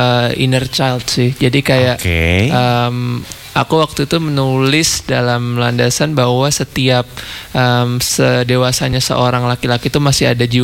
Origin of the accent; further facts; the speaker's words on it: Surakarta, Central Java, Indonesia; Aku kan lahir dan tumbuh besar di Solo.